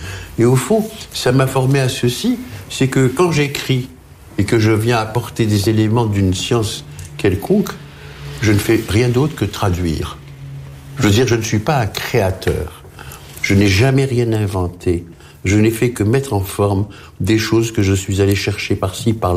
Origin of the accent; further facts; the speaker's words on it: Algeria; born there; first language Arabic; French is a second language; quand on est arrivé en Algérie, la solitude était encore plus grande, puisque nous arrivions dans un milieu dont nous ne connaissions rien. Le français n'était pas notre langue, nous ne savions rien. L'arabe algérien n'était pas l'arabe que nous parlions